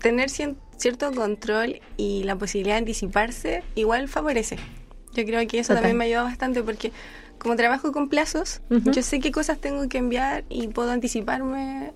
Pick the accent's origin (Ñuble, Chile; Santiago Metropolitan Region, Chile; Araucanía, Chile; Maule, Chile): Ñuble, Chile; Chillán; born there; Soy de Chillán.